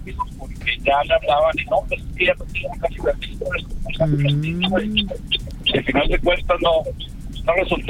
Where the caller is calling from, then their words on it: Gómez Palacio, Durango, Mexico; Yo soy de Gómez Palacio